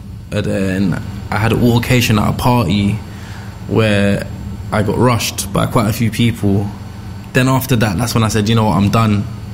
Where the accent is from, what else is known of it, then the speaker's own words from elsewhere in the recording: London, United Kingdom; home country to see what life is really like, hardship, and to see how privileged you are to have been growing up in London.